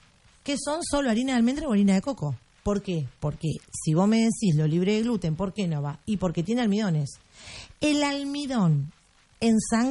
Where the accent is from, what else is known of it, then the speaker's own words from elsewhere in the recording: Argentina; viste cómo somos los argentinos